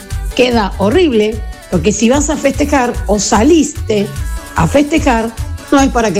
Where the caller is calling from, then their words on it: Junín, Buenos Aires Province, Argentina; de Junín.